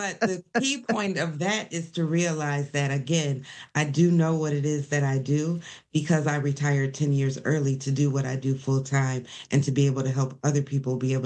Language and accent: English; Sandusky, Ohio, United States; I am from Sandusky, Ohio, small little city.